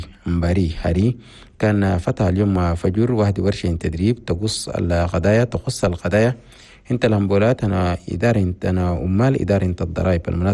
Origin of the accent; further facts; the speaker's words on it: Chad; وفي أثناء الملمة دي كان بلدنا تشاد اتأسفت بشديد للنزاع القائد في دولة السودان